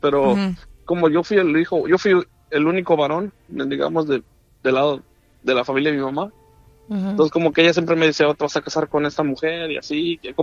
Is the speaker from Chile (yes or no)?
no; Puebla, Mexico; moved away as an adult; now in United States; yo me salí de mi pueblo. Yo estudié hasta el bachillerato y luego me salí de mi pueblo, fui a estudiar a la universidad a Puebla.